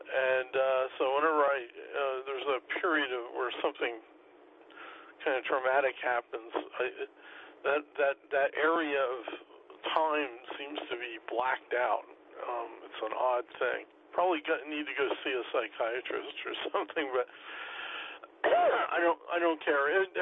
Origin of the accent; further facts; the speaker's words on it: Easton, Pennsylvania, United States; I grew up in Easton in the Lehigh Valley